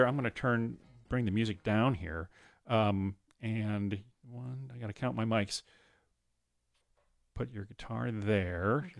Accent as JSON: {"language": "English", "region": "Midwest", "country": "United States", "said": "I would also, I mean, being from the Midwest"}